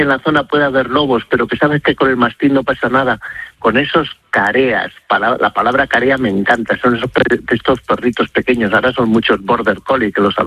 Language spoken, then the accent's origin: Spanish; Castile and León, Spain; Pero bueno, ¿cómo no lo voy a conocer? Si es mi tierra. Si es que yo me crié tirando cantos a lo